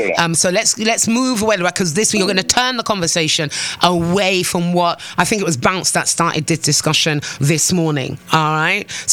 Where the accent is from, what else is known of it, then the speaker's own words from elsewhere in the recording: England, United Kingdom; now in Antigua and Barbuda; Listen, I came from England. That's already a surveillance state.